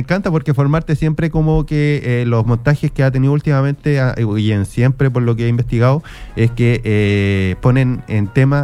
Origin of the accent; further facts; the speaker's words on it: Iquique, Tarapacá, Chile; Gisela y yo, somos iquiqueños de acá de la ciudad